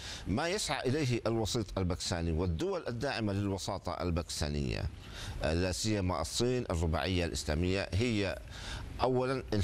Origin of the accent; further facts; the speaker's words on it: Pakistan; كباكستاني